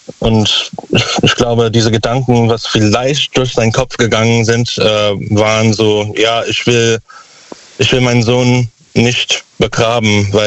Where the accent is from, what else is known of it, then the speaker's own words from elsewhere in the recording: Überherrn, Saarland, Germany; now in Konz, Germany; Also momentan bin ich gerade in Konz, aber ich komme aus Überherrn.